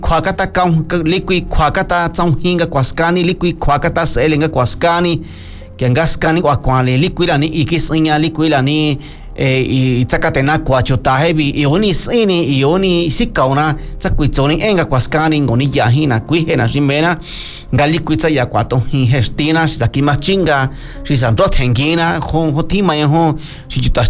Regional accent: Mexico; first language Mazatec; Spanish is a second language; nuestra lengua materna, mazateca

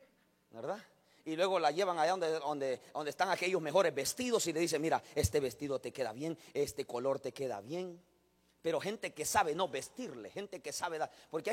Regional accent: El Salvador; con la cara de salvadoreño, con la cara de pupusa de frijoles y de queso.

